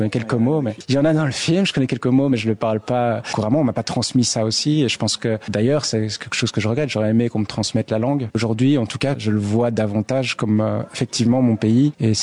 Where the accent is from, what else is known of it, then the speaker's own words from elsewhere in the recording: Belgium; born there; Moi, je suis né en Belgique. Mon père est né au Rwanda et donc il a voulu m'amener là-bas pour que je découvre un petit peu mon pays d'origine.